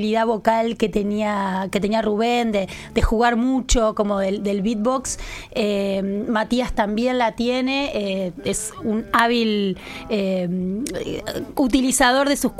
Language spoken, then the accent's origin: Spanish; Mercedes, Soriano, Uruguay; moved away as an adult; now in Montevideo, Uruguay; la mayoría de la gente sabe que yo soy del litoral, de la Coqueta de Luz